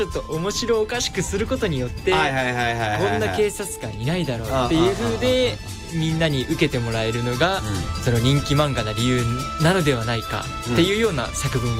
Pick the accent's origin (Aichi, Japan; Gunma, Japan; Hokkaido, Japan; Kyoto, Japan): Aichi, Japan; moved away as an adult; now in Tokyo, Japan; 地元が愛知県ですね。愛知県の春日井市と岡崎市の警察署に、3年と2年いたんですけど